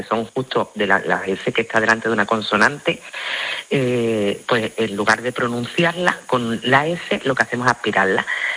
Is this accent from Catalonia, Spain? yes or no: no; Andalusia, Spain; accent: Andalusian; los andaluces, siempre nos hemos visto en situaciones en las que hemos estado presentes y han humillado nuestra forma de hablar.